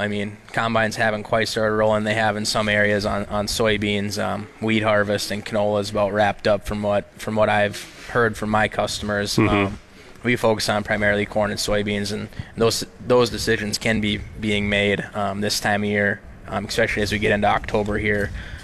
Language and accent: English; Kindred, North Dakota, United States; also born or lived in Castleton, North Dakota; Grew up working on farms around the Kindred areas where I'm from originally.